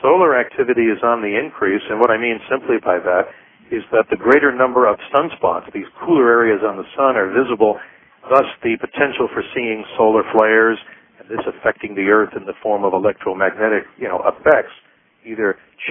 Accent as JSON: {"language": "English", "region": "New York", "country": "United States", "tie": "born or raised there", "moved": "yes", "lives_now": "Phoenix, United States", "said": "growing up in the New York area, Hilly, I really had a lot of light pollution to contend"}